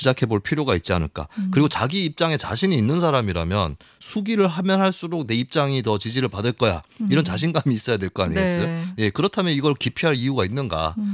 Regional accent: Gyeongsang, South Korea; 제가 경상도 출신인데요.

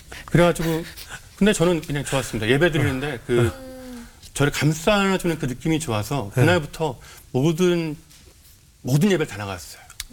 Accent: Chuncheon, Gangwon, South Korea; moved away; 춘천 고향집에 잠깐 들어왔습니다.

